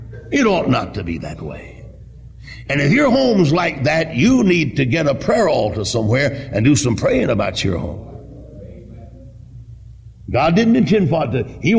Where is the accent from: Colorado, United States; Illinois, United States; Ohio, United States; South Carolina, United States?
South Carolina, United States; born there; accent: Southern; I was born in South Carolina. My speech betrays me.